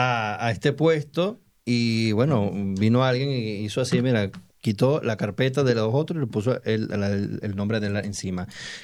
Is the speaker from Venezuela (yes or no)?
yes; Venezuela; yo puedo decir como venezolano